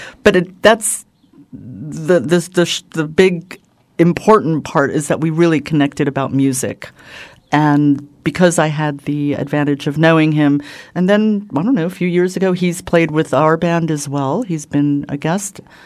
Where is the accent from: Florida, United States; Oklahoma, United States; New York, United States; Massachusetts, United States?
New York, United States; accent: New York; now in Switzerland; I've been here quite a long time. It's half my life. But I've lost most of my New York accent